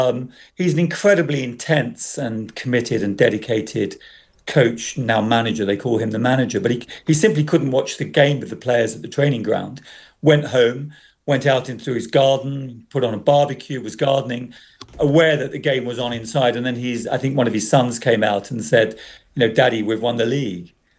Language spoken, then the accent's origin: English; Harlow, East of England, United Kingdom; I grew up in Essex, in Harlow Newtown, and everyone in my family were West Ham fans.